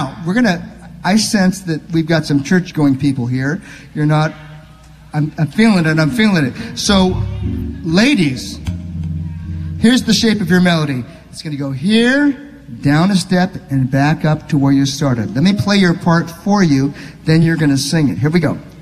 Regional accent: Louisville, Kentucky, United States; born there; I was born almost 63 years ago in Louisville, Kentucky. I'm so American. So American. However, in addition to being American, I was brought up in Asian culture.

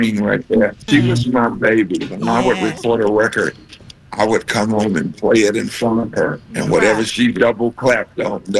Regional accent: Charlotte, North Carolina, United States; They were in my hometown in Charlotte.

